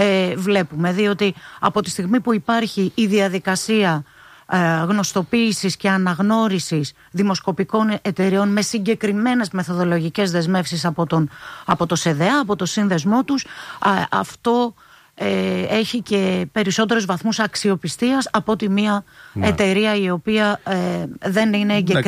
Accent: East Macedonia and Thrace, Greece; στα μέρη μου πάνω στον Εύρο

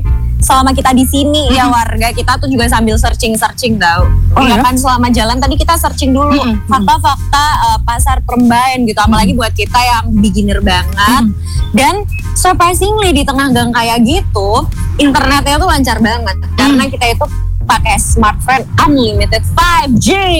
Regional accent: Semarang, Central Java, Indonesia; Kalau untuk sebutan ini pas banget dimakan sama kita orang Semarang.

